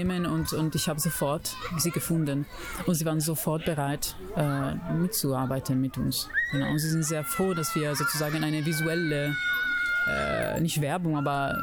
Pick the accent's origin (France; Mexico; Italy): Italy; German is a second language; Ich komme aus Italien, es gibt, keine Ahnung, Gefängnisse, die überfüllt sind